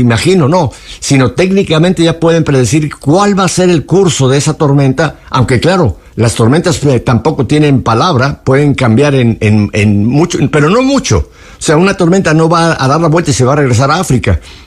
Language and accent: Spanish; Mexico; now in United States; yo soy americano, tengo la nacionalidad americana, aunque soy mexicano, y eso nunca me se me va a quitar